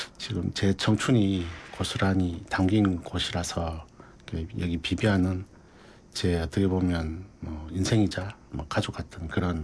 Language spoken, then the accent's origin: Korean; Busan, South Korea; accent: regional dialect; moved away as an adult; also born or lived in Seoul; 저는 이제 고향이 부산이라 대학은 서울에서 나왔지만 지방 사투리도 많이 쓰고